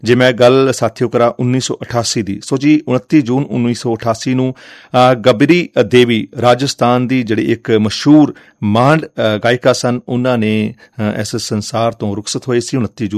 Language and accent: Punjabi; Punjab, India